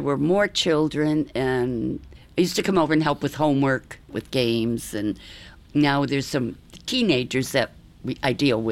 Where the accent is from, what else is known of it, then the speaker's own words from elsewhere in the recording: Holyoke, Massachusetts, United States; I come from Holyoke. There's some there.